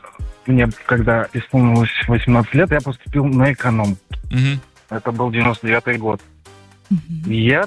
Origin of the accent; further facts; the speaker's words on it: Yoshkar-Ola, Mari El, Russia; Я из Йошкар-Олы, получается, у нас немножко тупиковый город.